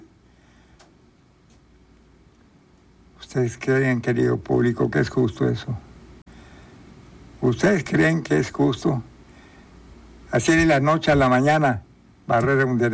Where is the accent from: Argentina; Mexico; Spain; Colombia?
Mexico